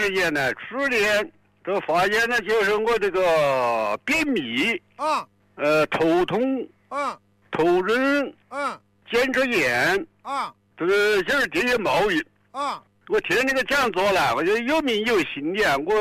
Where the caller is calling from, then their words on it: China; 俺都城关的，俺都府东街。